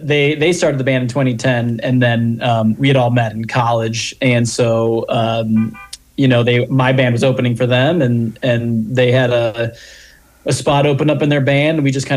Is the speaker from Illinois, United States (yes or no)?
yes; Illinois, United States; moved away as an adult; now in Bozeman, United States; growing up in Illinois, I think Illinois is the second flattest state behind Florida.